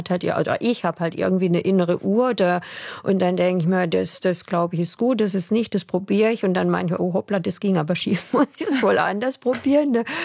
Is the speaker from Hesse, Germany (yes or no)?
no; Baden-Württemberg, Germany; accent: Alemannic; also born or lived in Lörrach / Freiburg / Canada; Also ich rede ja eigentlich alemannischen Dialekt und ich konnte wirklich total schlecht Hochdeutsch.